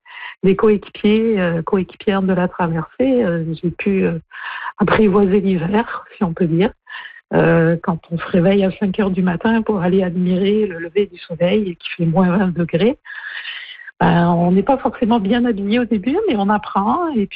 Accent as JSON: {"language": "French", "region": "Brittany", "country": "France", "said": "Et je pense que quand on vient de Bretagne, c'est assez marquant."}